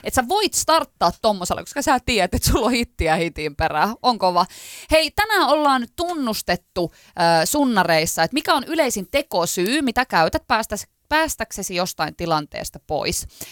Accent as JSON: {"language": "Finnish", "town": "Pielavesi", "region": "North Savo", "country": "Finland", "said": "Pielavesi on pieni paikkakunta, mistä mä oon kotoisin, 4000 asukasta"}